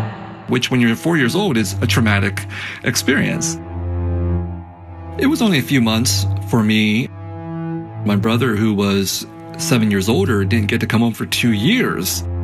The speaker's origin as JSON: {"language": "English", "country": "United States", "tie": "born or raised there", "also_born_or_lived": "Vietnam", "said": "I was growing up in the United States in the 70s and 80s"}